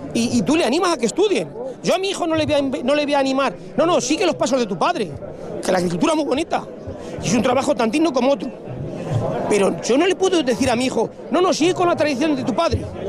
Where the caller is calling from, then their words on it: Toledo, Castilla-La Mancha, Spain; De Toledo.